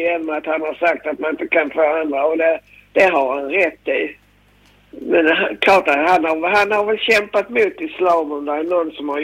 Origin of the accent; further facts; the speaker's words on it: Skåne, Sweden; accent: Scanian; Nej, vi är svenskar. Men med skånsk dialekt.